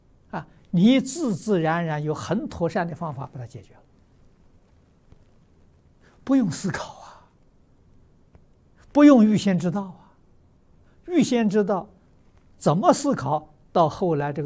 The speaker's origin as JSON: {"language": "Chinese", "country": "China", "said": "我们中国人常讲四方。"}